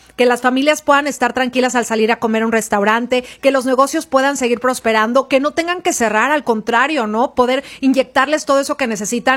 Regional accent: Mexico; porque claro, digo, somos mexicanos al grito de guerra, sí lo somos

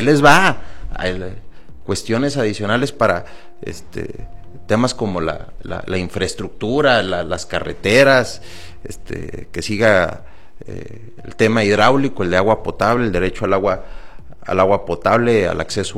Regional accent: Mexico

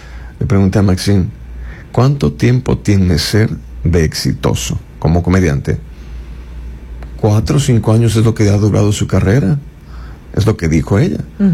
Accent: Chile; now in Mexico; Yo soy chileno, residente permanente mexicano.

